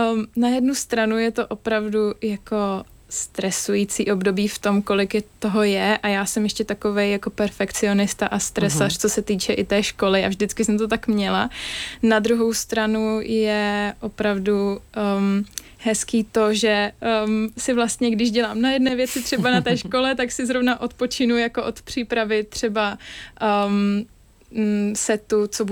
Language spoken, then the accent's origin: Czech; Prostějov, Olomouc Region, Czechia; když jsem měla kamarády ze svého rodného města z Prostějova. Tak my jsme se potom tak jako odstěhovali na ty vysoké školy do jiných měst a takhle.